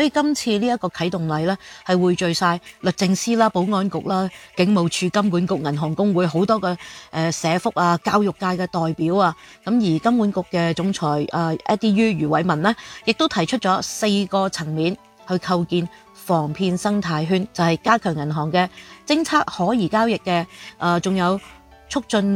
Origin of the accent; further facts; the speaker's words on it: Qingyuan, Guangdong, China; 我係清遠人。